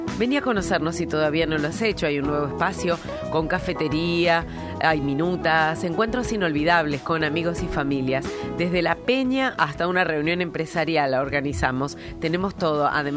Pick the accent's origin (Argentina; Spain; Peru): Argentina; Somos Argentina